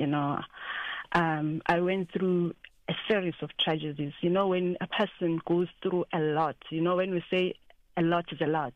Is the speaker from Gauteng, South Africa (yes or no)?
no; Machadodorp, Mpumalanga, South Africa; born there; now in Richards Bay, South Africa; I am a woman from Mpumalanga. I was born in Machadodorp in Mpumalanga. I'm currently residing in KZN in Richards Bay.